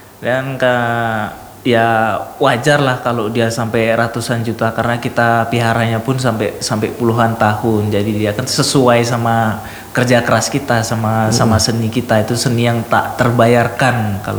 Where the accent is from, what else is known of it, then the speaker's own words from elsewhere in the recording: Stabat, North Sumatra, Indonesia; moved away; di kampung halaman saya, kebetulan di Stabat